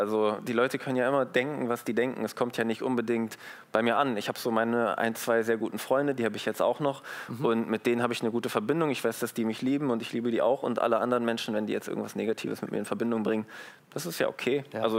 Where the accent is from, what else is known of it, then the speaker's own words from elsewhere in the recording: Rhineland-Palatinate, Germany; born there; also born or lived in Hermeskeil; Ich bin zwar auf dem Dorf aufgewachsen